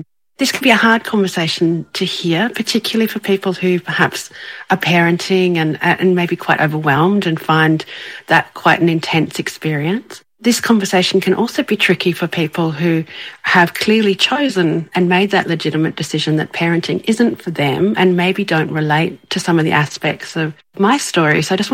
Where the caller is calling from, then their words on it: Brisbane, Queensland, Australia; I just wanted to quickly start to let you know that I'm coming in from Brisbane in Australia